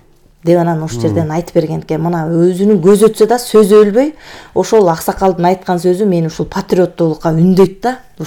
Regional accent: Talas Region, Kyrgyzstan; Экөөбүз Таластанбыз, бир жерденбиз.

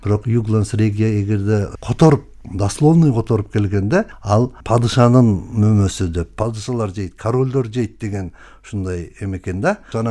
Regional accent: Arslanbob, Jalal-Abad Region, Kyrgyzstan; мен өзүм туулуп өскөн жерим Арсланбаб токой чарбасы болгондон кийин жаңакка дагы өптөн кызыгып калгам да.

